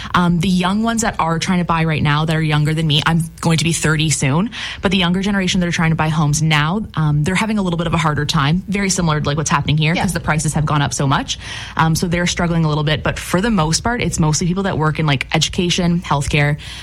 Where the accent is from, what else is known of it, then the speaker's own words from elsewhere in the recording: Innisfil, Ontario, Canada; moved away as an adult; now in Nova Scotia, Canada; I grew up in Innisfil, which is right near Barrie. Lived there my whole life. And my parents are originally from Nova Scotia, from Cape Breton Island, to be more specific.